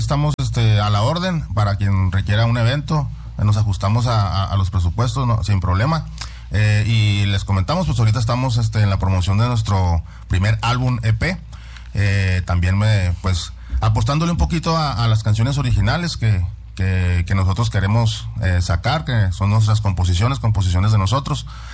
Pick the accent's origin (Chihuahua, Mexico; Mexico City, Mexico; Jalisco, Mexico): Chihuahua, Mexico; Delicias; somos hermanos, aquí de Delicia, Chihuahua.